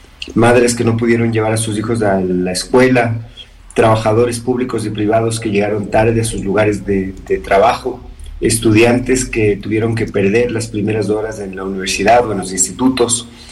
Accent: Quito, Pichincha, Ecuador

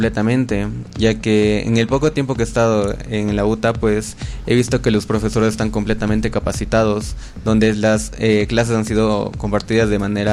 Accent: Ambato, Tungurahua, Ecuador

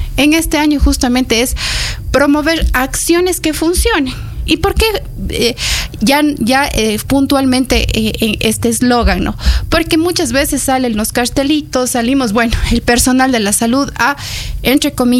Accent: Ecuador; nosotros como ecuatorianos estamos suscritos a este código

